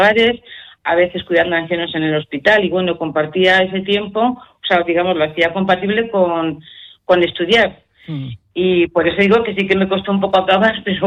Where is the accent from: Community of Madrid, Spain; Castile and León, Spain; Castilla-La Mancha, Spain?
Castile and León, Spain; Arcos de la Llana; Pues mi pueblo es un pueblo muy pequeñito, bueno, hoy ya ha crecido bastante porque ya tiene casi 2.000 habitantes